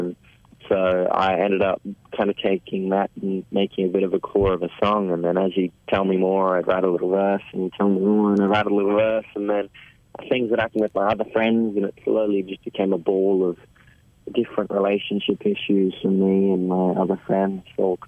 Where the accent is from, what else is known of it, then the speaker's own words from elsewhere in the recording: Sydney, New South Wales, Australia; I'm from Sydney, so.